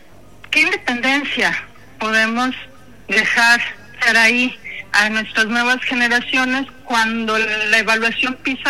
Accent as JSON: {"language": "Spanish", "country": "Mexico"}